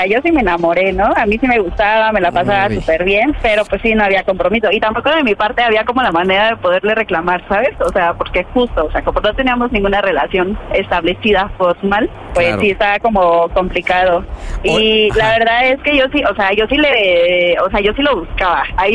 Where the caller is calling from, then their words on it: Mexico City, Mexico; 31, en la Ciudad de México.